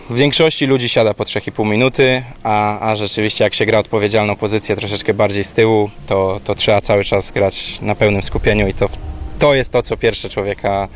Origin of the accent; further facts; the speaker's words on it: Gdańsk, Pomeranian Voivodeship, Poland; Dzisiaj mam, ja z Gdańska jestem, a do Warszawy dojeżdżamy co weekend z tatą, żeby grać.